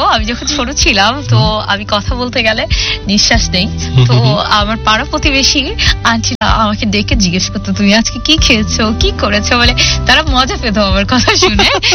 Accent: Bangladesh; also born or lived in New Zealand; বাংলাদেশি পাসপোর্টে আমি বিশ্ব ভ্রমণ করে বিশ্বকে দেখিয়ে দিতে চাই যে বাংলাদেশিরাও ভ্রমণ করতে পারে

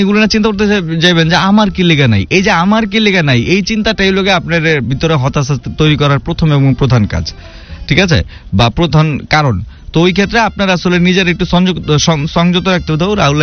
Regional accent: Dhaka, Dhaka Division, Bangladesh; accent: Dhakaiya; যেহেতু আমি ঢাকাইয়া

